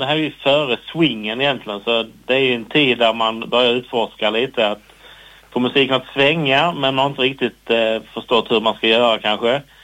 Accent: Kristianstad, Skåne, Sweden; Jag kom från Kristianstad från början, den var den ganska stark. Sen kom jag till Lund i mitten på 90-talet

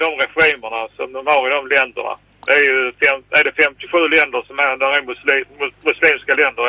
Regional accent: Sweden; born there; att vi är födda i Sverige, du och jag och alla andra.

